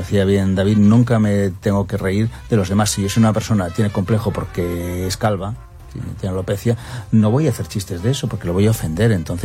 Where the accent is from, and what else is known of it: Spain